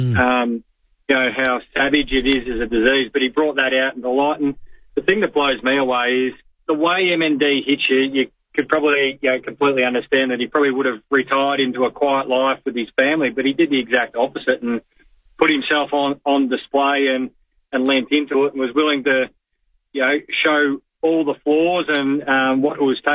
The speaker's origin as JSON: {"language": "English", "town": "Geelong", "region": "Victoria", "country": "Australia", "tie": "born or raised there", "said": "growing up in Geelong in the 90s, it was hard not to get behind the Cats"}